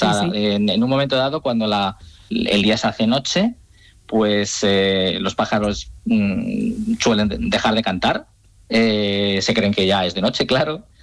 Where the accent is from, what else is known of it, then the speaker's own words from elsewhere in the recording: Turmiel, Castilla-La Mancha, Spain; yo en mi pueblo, como te decía antes, en Turmiel, ¿sí? Guadalajara.